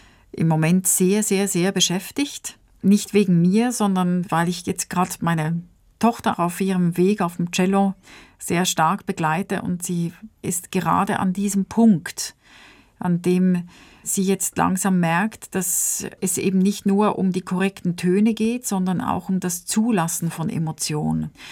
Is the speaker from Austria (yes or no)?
no; Switzerland; Bei uns in der Schweiz war das so, dass man an 4 Nachmittagen pro Woche Schule hatte und dann auch noch am Samstagmorgen.